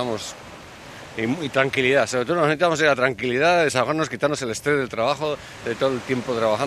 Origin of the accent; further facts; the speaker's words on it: Burgos, Castile and León, Spain; Además es que nosotros somos de Burgos, entonces allí el agua pues está muy, suele estar fría